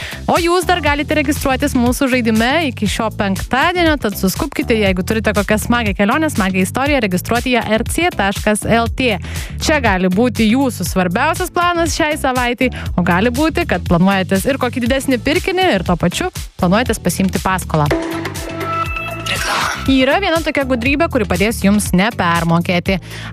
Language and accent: Lithuanian; Vilnius, Vilnius County, Lithuania; Aš kaip gimusi ir augusi Vilniuje galiu pasakyti, kad labai gera vieta ten gyventi